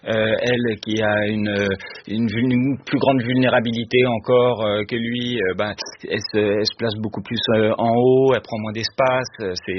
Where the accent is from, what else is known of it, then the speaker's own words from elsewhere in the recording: Quebec, Canada; accent: Québécois; Mais par exemple, moi qui ai grandi au Québec, quand je vais au Québec et je reprends progressivement mon accent québécois